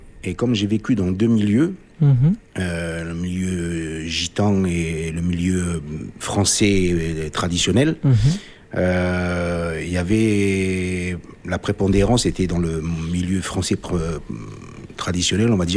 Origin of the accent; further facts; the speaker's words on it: Montpellier, Occitanie, France; born there; Je suis né à Montpellier et il y a quelques années maintenant, en 73, donc ça me fait 50 et quelques années là.